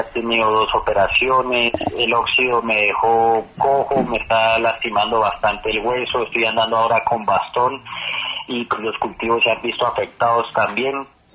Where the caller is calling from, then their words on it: Segovia, Antioquia, Colombia; Lo estoy llamando de Segovia, Antioquia, profe, yo soy paciente de Medellín.